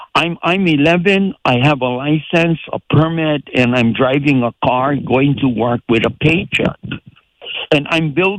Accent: Wailua, Hawaii, United States; when I was growing up in Wailua.

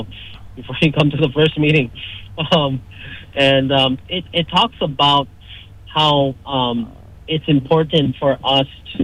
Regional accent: Lihue, Hawaii, United States; being born and raised here and moving back into my hometown, before getting elected, I got to spend that time doing that work.

